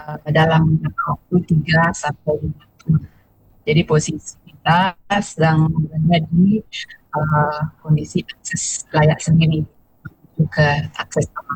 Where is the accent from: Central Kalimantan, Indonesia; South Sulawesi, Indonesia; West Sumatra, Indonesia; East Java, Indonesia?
West Sumatra, Indonesia; Padang; kita warga Kota Padang